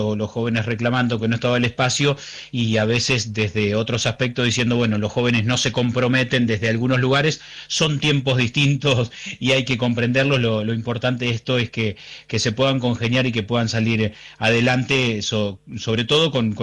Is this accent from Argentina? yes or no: yes; Argentina; hay una ruta que, por ejemplo, lleva a mi pueblo, que es la ruta 70, y vos vas y es todo tierra.